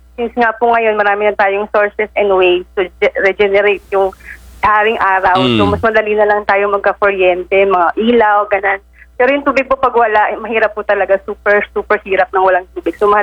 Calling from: Northern Mindanao, Philippines; dito po sa amin, kung naalala niyo po yung mga nakaraan, dyan po sa Luzon, binabaha dito sa amin sa Mindanao, grabe yung init.

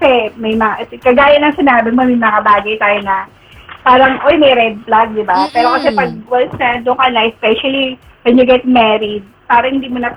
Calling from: San Mateo, Calabarzon, Philippines; I am from San Mateo, Rizal.

